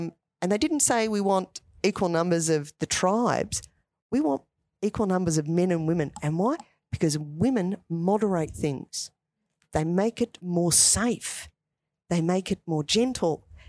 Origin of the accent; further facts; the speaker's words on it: Melbourne, Victoria, Australia; I grew up in Ashwood.